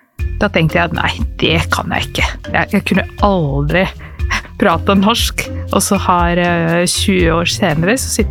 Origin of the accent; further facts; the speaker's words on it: Serbia; first language Serbian; Norwegian is a second language; moved away as an adult; now in Norway; Jeg kom til Norge fra Serbia I 2004. Kom som utvekslingsstudent. Å komme til Norge var veldig annerledes fra der hvor jeg kommer fra.